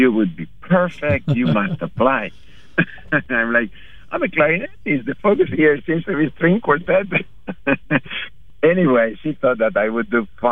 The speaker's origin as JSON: {"language": "English", "town": "Leioa", "region": "Basque Country", "country": "Spain", "tie": "born or raised there", "also_born_or_lived": "Bilbao", "moved": "as an adult", "lives_now": "United States", "said": "I was born in Bilbao, I should say, in the north of Spain."}